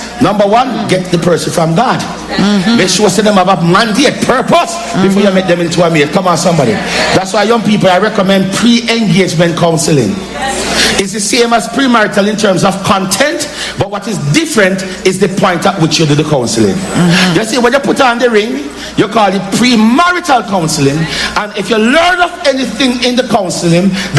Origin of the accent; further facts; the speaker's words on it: Portland Parish, Jamaica; moved away; When we were children growing up in Portland